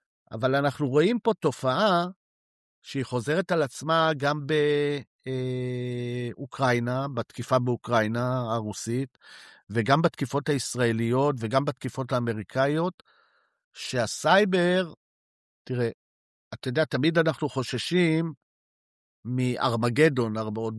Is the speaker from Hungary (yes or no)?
no; Spain; אני מגיע מספרד.